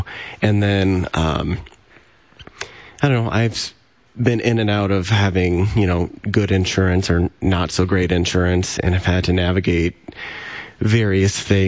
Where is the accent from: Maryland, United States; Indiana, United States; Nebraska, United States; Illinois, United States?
Nebraska, United States; Norfolk; So I'm from Norfolk, much smaller than Lincoln, but still not, you know, the tiniest town in, you know, Nebraska and all that.